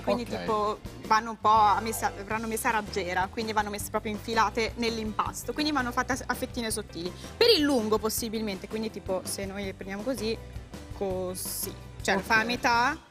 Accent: Emilia-Romagna, Italy; sono romagnola.

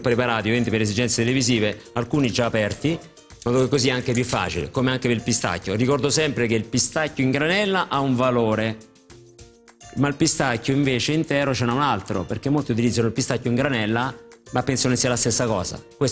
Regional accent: Sardinia, Italy; essendo io sardo

